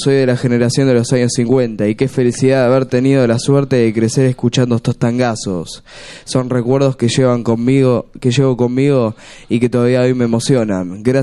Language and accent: Spanish; Buenos Aires, Argentina; Yo nací y me crié en San Telmo, en un barrio donde el tango se respiraba en cada esquina y formaba parte de la vida cotidiana.